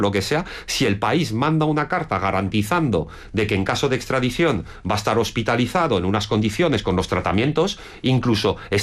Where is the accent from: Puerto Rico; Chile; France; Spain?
France; Spanish is a second language; yo lo veo como en forma de espejo como francés y siempre os estáis peleando entre vosotros, ¿entendéis?